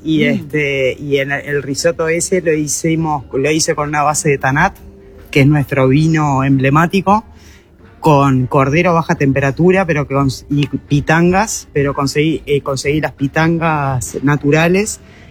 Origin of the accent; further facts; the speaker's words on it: Uruguay; Antes era la única uruguaya de Sudamérica. Éramos dos al principio. Sigo siendo la única uruguaya.